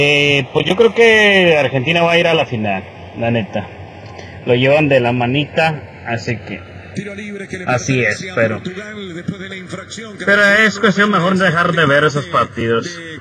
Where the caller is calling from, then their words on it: Acatic, Jalisco, Mexico; Esa es nuestra tradición en Acatí, Jalisco, el mejor pueblo, al ladito ahí de Tepatitlán, la mejor ciudad del mundo mundial.